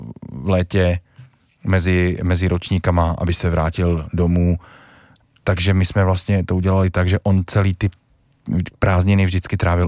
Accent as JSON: {"language": "Czech", "country": "Slovakia", "moved": "yes", "lives_now": "Czech Republic", "said": "já pocházím ze Slovenska"}